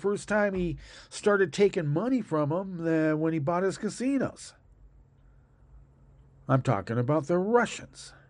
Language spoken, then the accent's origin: English; United States; I'm an American.